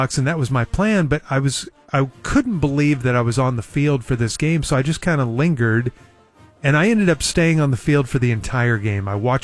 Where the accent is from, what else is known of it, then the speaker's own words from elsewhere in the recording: Oklahoma City, Oklahoma, United States; when I was a kid growing up in Oklahoma City in the 70s